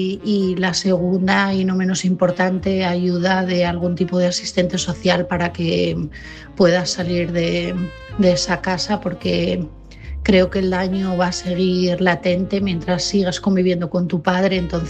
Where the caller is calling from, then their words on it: Asturias, Spain; de Asturias y mi mensaje esta noche es para Angie.